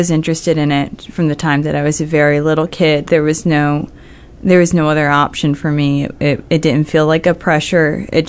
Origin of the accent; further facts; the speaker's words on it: Bath County, Kentucky, United States; My family's from central and eastern Kentucky. I grew up in Bath County, Kentucky, which is near Moorhead.